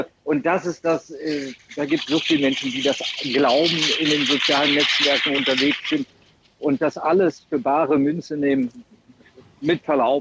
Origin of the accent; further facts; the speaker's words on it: Saxony-Anhalt, Germany; born there; ich bin 1969 in Sachsen-Anhalt geboren, wofür ich nichts kann, logischerweise.